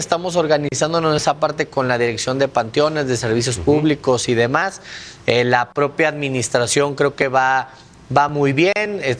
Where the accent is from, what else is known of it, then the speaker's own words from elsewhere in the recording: Durango, Mexico; somos miles los duranguenses, no solo del municipio, también de algunas localidades y algunos municipios aledaños